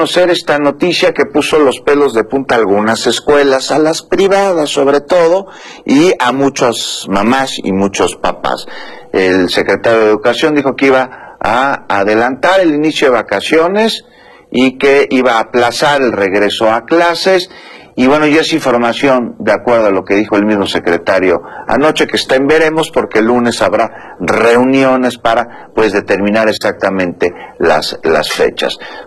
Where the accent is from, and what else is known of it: Mexico